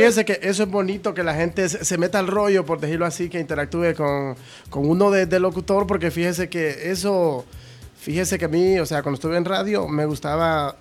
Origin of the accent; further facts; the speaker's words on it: Santa Ana, La Paz, Honduras; now in Jesús de Otoro, Honduras; Originariamente de Santa Ana La Paz, pero vivimos en Jesús de Otoro.